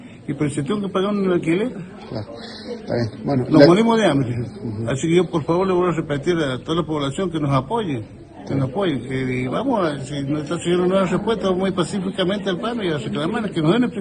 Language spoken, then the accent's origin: Spanish; San Juan, Argentina; Yo soy sanjuanino y allá no hay